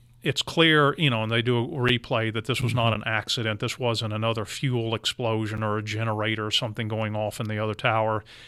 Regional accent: Texas, United States; accent: South Texas; my South Texas accent

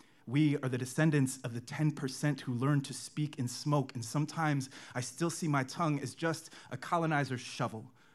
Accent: Hawaii, United States; born or raised there

